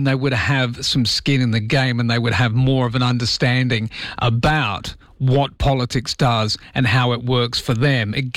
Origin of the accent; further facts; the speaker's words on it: Perth, Western Australia, Australia; I remember looking on the front page of the newspaper when I was growing up in Perth at the age of 15 or 16